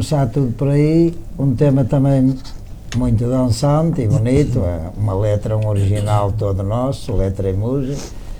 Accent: Minho, Portugal; nós somos do Minho

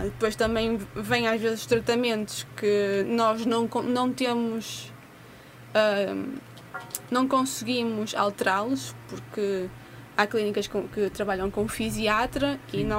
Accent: Matosinhos, Norte, Portugal; sou daqui de Matosinhos

